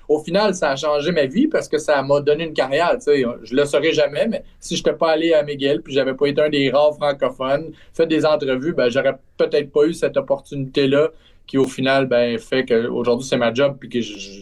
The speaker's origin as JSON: {"language": "French", "town": "Trois-Rivières", "region": "Quebec", "country": "Canada", "moved": "yes", "said": "moi, je viens de Trois-Rivières, ma famille est toujours à Trois-Rivières"}